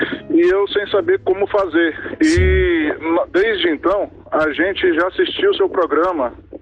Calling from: Anápolis, Goiás, Brazil; Anápolis, Goiás.

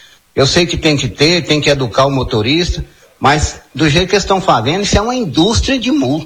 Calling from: Senador Canedo, Goiás, Brazil; eu falo aqui de Senador Canedo.

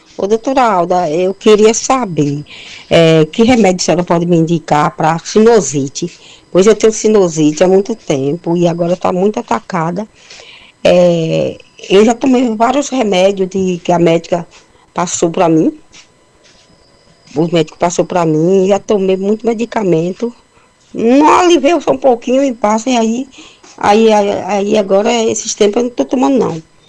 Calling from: Santo Estêvão, Bahia, Brazil; Sou de Santo Estevão

